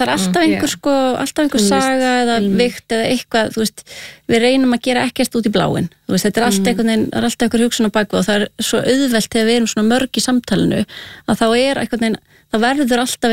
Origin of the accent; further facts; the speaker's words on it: Mosfellsbær, Capital Region, Iceland; Já, við ólumst upp í Mosfellsveit af því að það var ekki fyrir 87 sem þetta varð að bæ